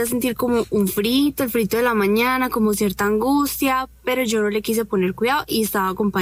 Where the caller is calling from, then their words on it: Armenia, Quindío, Colombia; Desde Armenia.